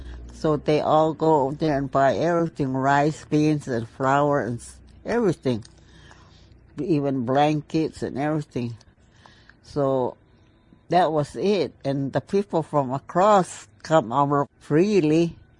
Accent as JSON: {"language": "English", "region": "Arizona", "country": "United States", "tie": "born or raised there", "moved": "as an adult", "lives_now": "San Francisco, United States", "said": "I grew up in Kapawa. I don't know if you know where that is. Anyway, I was born there, raised up by my grandparents"}